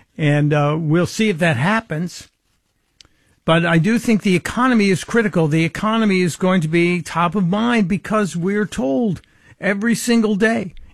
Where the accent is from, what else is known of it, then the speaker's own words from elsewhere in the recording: Illinois, United States; Fritz in the capital of my home state of Illinois.